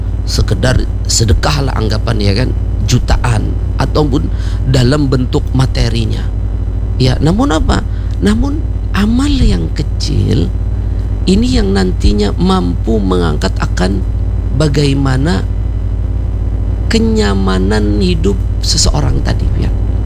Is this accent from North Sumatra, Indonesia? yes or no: no; Banjar, South Kalimantan, Indonesia; Maka ada ulama di tempat kita, ya, orang Banjar biasanya mengiau Abah Haji atau Guru Judi.